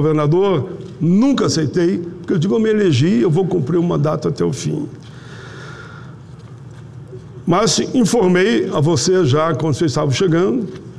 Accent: Rio Grande do Sul, Brazil; Quero cumprimentar a todos vocês, mas permitam que eu, como gaúcho

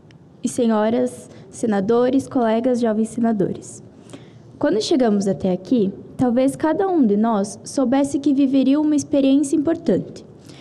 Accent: Ceará, Brazil; Eu vim de Ceará, em Santa Catarina, trazendo comigo não apenas o meu estado

